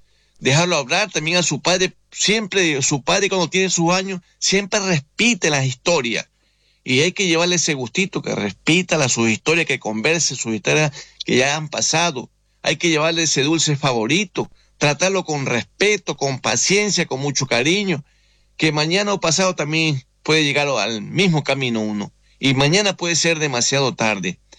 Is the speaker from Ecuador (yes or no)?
yes; Ecuador; moved away; Yo como católico, como ecuatoriano, que vengo de la mitad del mundo, de esa alta montaña de la Amazonía, créanme lo que yo no nací en cuna de oro. Yo vengo de las montañas, yo me conozco lo que es el campo.